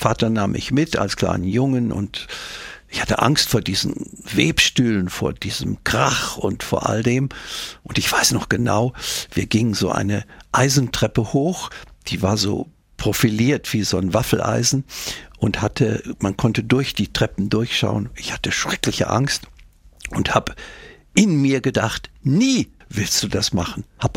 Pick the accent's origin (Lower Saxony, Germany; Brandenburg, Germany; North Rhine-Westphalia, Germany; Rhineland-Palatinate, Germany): North Rhine-Westphalia, Germany; born there; Ich wurde 1937 in Westfalen geboren.